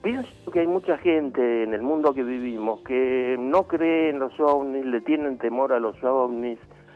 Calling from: Buenos Aires, Argentina; de Villa Santa Rita.

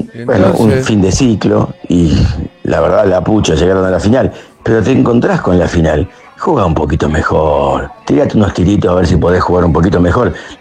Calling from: Buenos Aires, Argentina; de Palermo

